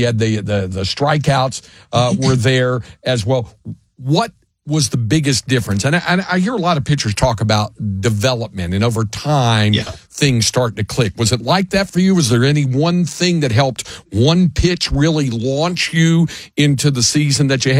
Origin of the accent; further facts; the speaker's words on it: Greensboro, North Carolina, United States; Yeah, I grew up in Greensboro